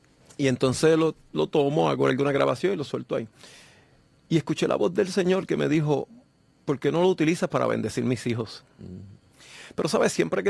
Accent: Puerto Rico; Bueno, sí, siempre, todos los días, nacido y criado en Puerto Rico. Aquí esto es una isla de mucho sol.

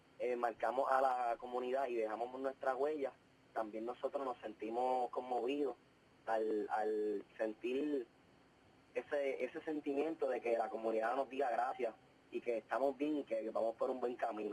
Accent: Aguadilla, Puerto Rico; cuando me gradué y eso, entraba a milicia y soy del pueblo de Aguadilla.

